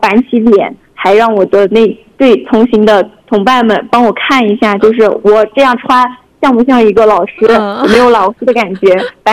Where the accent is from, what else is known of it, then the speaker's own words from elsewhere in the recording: southern China, China; moved away as an adult; 我今年22岁，和他们刚上初一的孩子就是差个8、9岁，加上我是南方人，长得就有点矮